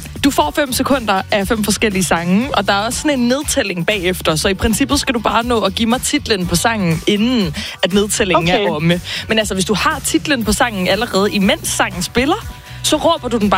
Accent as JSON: {"language": "Danish", "town": "Viborg", "region": "Central Denmark Region", "country": "Denmark", "said": "Jeg er selv fra Viborg"}